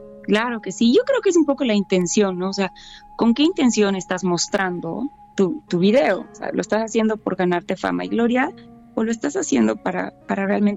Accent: Bolivia; no somos solo los bolivianos

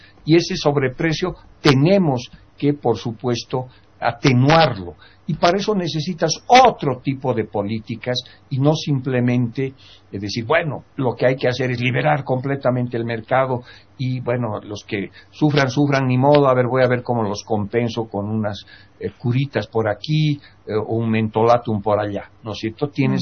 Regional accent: Bolivia

